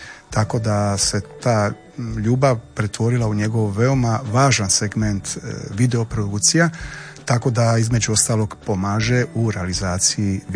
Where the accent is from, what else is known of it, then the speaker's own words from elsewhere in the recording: Split, Split-Dalmatia County, Croatia; Ja sam rođen u Splitu i kao dijete uzorne obitelji, 80-ih, si morao odlaziti u glazbenu školu